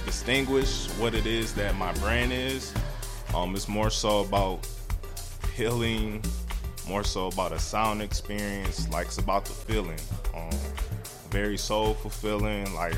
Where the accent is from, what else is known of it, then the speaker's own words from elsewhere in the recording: Flint, Michigan, United States; moved away as an adult; also born or lived in Phoenix, Arizona; I'm born and raised in Flint, Michigan. Just recently relocated back to the area from Phoenix, Arizona